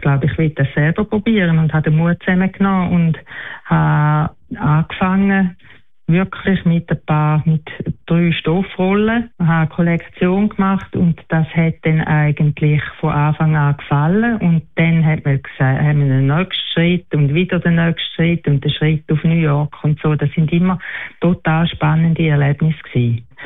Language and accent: German; Dachsen, Zurich, Switzerland; now in Schaffhausen, Switzerland; Ich bin noch nicht in Schaffhausen, ich komme ja von Dachsen, ich bin noch nicht in Schaffhausen ganz angekommen.